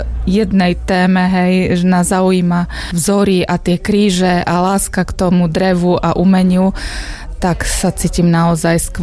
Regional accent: Brezno, Banská Bystrica Region, Slovakia; a prišla som z Brezna.

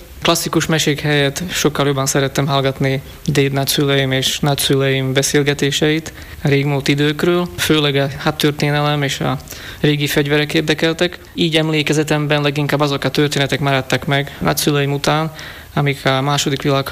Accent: Košice Region, Slovakia; a már nem létező Perényi, tehát a szülőfalom falusi könyvtárát

